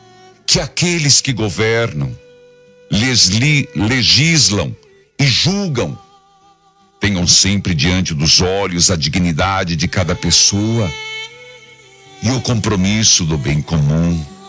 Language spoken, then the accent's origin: Portuguese; Paraná, Brazil; Sou paranaense com muito orgulho.